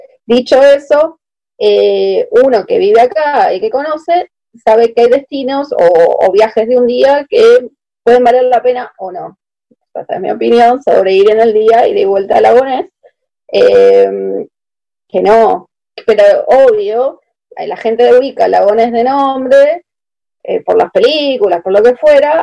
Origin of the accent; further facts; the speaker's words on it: Buenos Aires, Argentina; moved away as an adult; also born or lived in Ushuaia, Argentina; now in Edinburgh, United Kingdom; Yo soy de Buenos Aires, pero viví en Ushuaia, el fin del mundo, por un tiempo, y he recorrido, no todo, me encantaría, pero he recorrido algo de la Patagonia